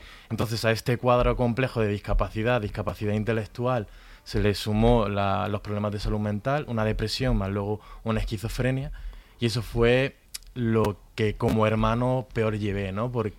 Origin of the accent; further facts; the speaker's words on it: Granada, Andalusia, Spain; Yo soy de Granada, ¿no? O sea, que estamos al lado, ¿no?